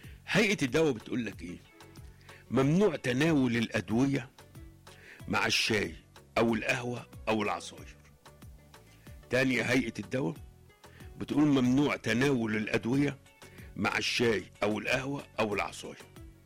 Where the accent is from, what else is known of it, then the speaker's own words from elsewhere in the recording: Egypt; كمواطنين كمصريين